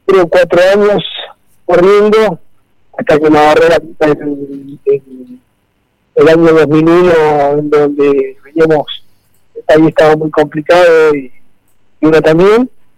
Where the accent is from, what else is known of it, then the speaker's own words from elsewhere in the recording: Santa Fe, Argentina; now in Pergamino, Argentina; yo vengo de Santa Fe, no soy nativo de Pergamino, soy nativo de un pueblito de Santa Fe y allá se corría mucho el tema pista